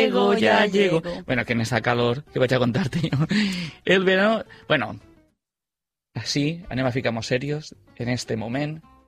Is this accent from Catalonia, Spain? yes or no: no; Les Alqueries, Valencian Community, Spain; jo conec gent del nostre poble que viu en Artana. Nosaltres som dels Alqueries.